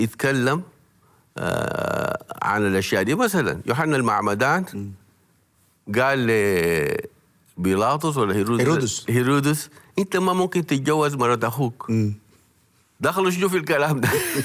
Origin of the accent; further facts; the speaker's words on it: Sudan; كسوداني أنا عندي مسؤولية إنه بلدي القوانين فيها تكون مضبوطة